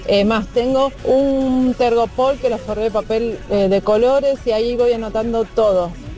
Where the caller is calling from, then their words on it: Virrey del Pino, Buenos Aires Province, Argentina; ahora de Virrey del Pino.